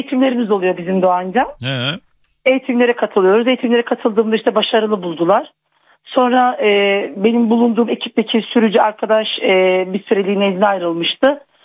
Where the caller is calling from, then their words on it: Ankara, Turkey; Ankara'dan arıyorum.